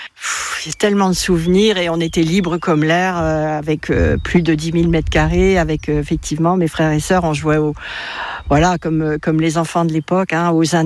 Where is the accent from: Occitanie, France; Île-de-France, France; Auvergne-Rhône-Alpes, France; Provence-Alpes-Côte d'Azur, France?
Île-de-France, France; Paris; moi quand j'étais petite, j'habitais à Paris